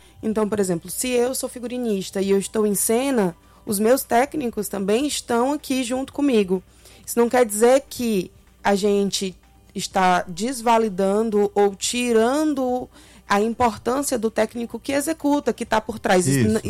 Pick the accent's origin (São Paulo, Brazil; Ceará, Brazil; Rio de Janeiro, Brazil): Ceará, Brazil; E eu sou cearense, Clebson é cearense, nascidos e criados.